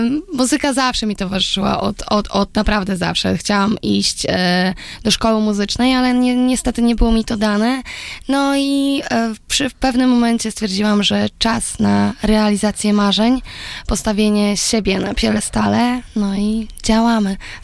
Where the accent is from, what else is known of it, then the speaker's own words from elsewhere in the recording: Biskupiec, Warmian-Masurian Voivodeship, Poland; now in Luton, United Kingdom; Pochodzę z Warmii i Mazur, z pięknego miasteczka Biskupiec. Pozdrawiam wszystkich, jeżeli mnie tam słuchacie.